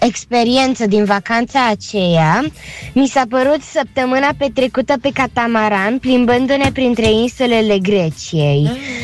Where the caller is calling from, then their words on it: Târgu Mureș, Mureș County, Romania; din Târgu Mureș, am 10 ani